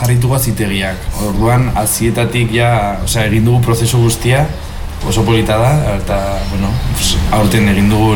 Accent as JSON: {"language": "Basque", "town": "Pamplona", "region": "Navarre", "country": "Spain", "said": "Ba, bueno, pues, Mendillorrikoak gara, Mendillorriozokoak"}